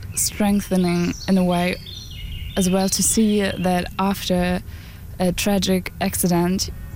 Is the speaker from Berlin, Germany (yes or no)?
no; Dresden, Saxony, Germany; English is a second language; years old and I'm from Germany, from Dresden. I'm here for doing volunteer service for 1 year.